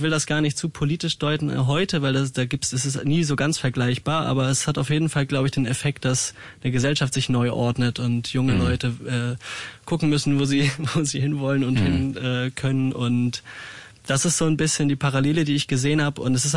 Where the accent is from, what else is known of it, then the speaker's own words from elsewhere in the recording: Schleswig-Holstein, Germany; moved away as an adult; now in Halle, Germany; wir sind aus dem Norden, Jakob und ich, Nähe Kiel und ich bin zum Studium nach Halle gekommen